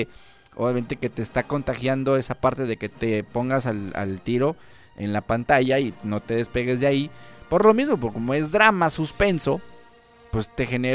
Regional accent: Mexico; Lo que uno podrá decir como mexicano, seguramente fue a Veracruz, a Catemaco.

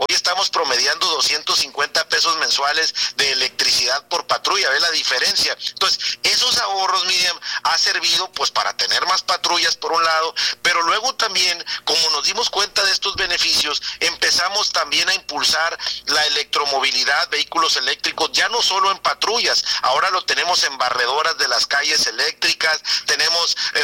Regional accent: Guaymas, Sonora, Mexico; gracias por hacer énfasis también de que pues soy oriundo de Guaymas, como bien lo comentas.

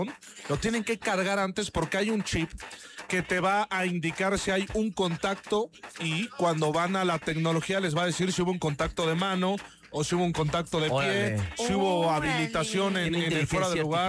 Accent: Mexico

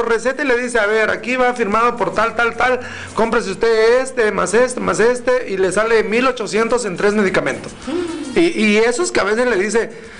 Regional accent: Mexico

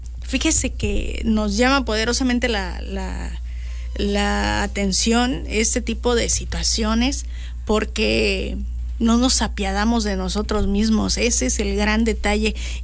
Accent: Mexico

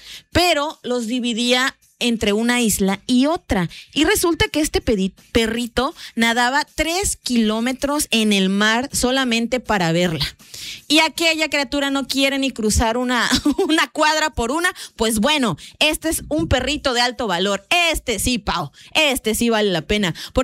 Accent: Tabasco, Mexico

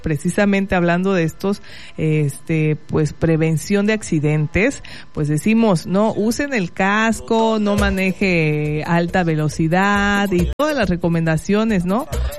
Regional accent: Mexico

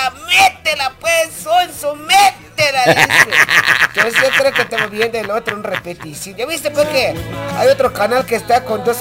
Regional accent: Mexico

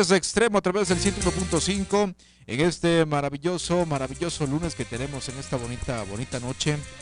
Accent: Tonalá, Chiapas, Mexico; nuestro terruño, aquí en Tonalá, Chiapas.

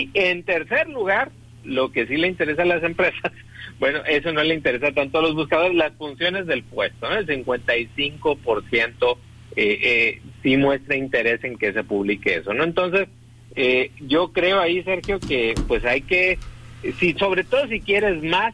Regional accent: Hermosillo, Sonora, Mexico; also born or lived in Guaymas, Mexico; yo nací en Guaymas, pero toda mi vida prácticamente he vivido aquí en Hermosillo. Solamente 2 años, mis primeros 2 años los viví en Guaymas.

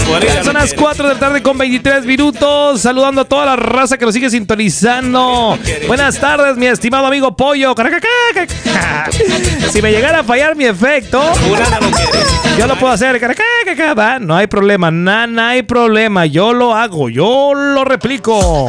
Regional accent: Mexico; somos mexicanos

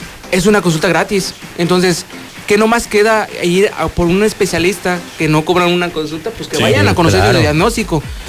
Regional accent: Mexico City, Mexico; De la hermosa Ciudad de México.

